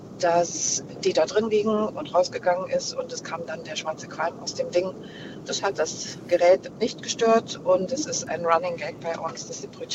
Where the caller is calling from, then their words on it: Friedrichsrode, Thuringia, Germany; Ich komme aus dem Kulturnest Friedrichsrode in Nordthüringen und lebe dort schon seit über 30 Jahren.